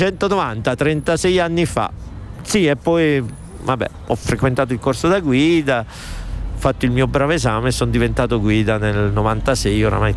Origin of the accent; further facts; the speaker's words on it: Abruzzo, Italy; moved away as an adult; now in Salzburg, Austria; Io che sono abruzzese